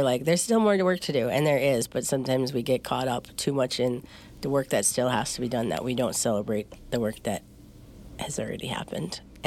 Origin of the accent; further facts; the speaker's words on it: South Dakota, United States; moved away; growing up in South Dakota.